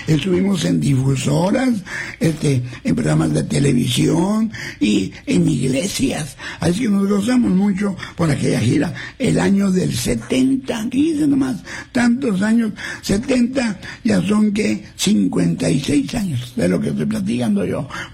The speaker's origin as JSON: {"language": "Spanish", "town": "Monclova", "region": "Coahuila", "country": "Mexico", "said": "Yo soy de Monclova, y en el pueblo está Monclova, el pueblo y frontera. Son tres pueblos conurbados, ya también frontera es ciudad, pero todavía el pueblo sigue siendo nada más una villa."}